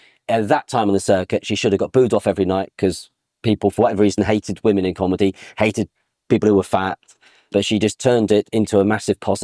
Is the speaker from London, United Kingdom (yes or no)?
yes; Selhurst, London, United Kingdom; from Selhurst. Because I was a child.